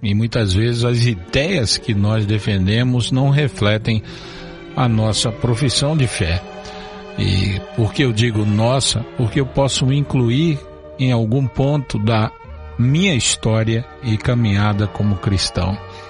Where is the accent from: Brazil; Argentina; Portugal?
Brazil; nós abrimos os nossos corações como brasileiros